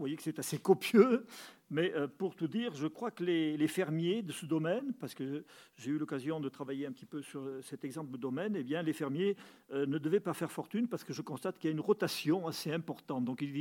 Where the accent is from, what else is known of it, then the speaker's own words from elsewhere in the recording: Auvergne-Rhône-Alpes, France; Chez nous, en Haute-Loire, ce qui domine, c'est la forêt de pin.